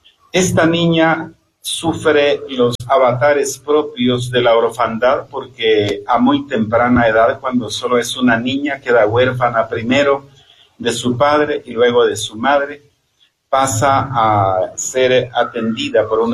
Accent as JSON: {"language": "Spanish", "country": "Ecuador"}